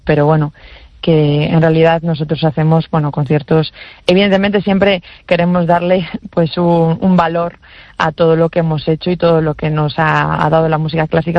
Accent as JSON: {"language": "Spanish", "town": "Vigo", "region": "Galicia", "country": "Spain", "said": "yo soy de Vigo, la chelista es de Vigo, todos somos, sí, gallegos"}